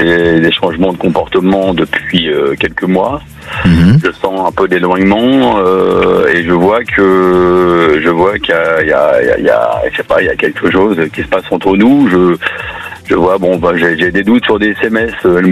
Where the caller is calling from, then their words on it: Normandy, France; J'appelle de proche, près de Rouen.